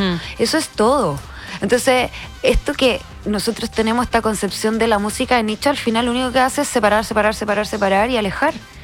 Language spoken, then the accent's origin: Spanish; Santiago, Santiago Metropolitan Region, Chile; moved away as an adult; also born or lived in Valparaíso; now in Papudo, Chile; yo en verdad soy de la ciudad, soy de Santiago, vivo hace 7 años en Papudo y de ahí desarrollo mi trabajo